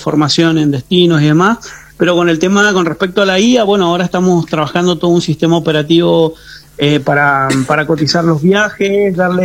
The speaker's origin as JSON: {"language": "Spanish", "country": "Argentina", "moved": "yes", "lives_now": "Valencia, Spain", "said": "llevamos años acá que somos argentinos"}